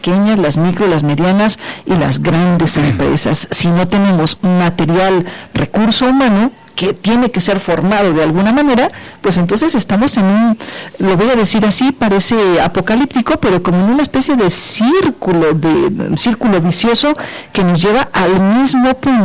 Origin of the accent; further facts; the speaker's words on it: Mexico; nos conviene más como mexicanos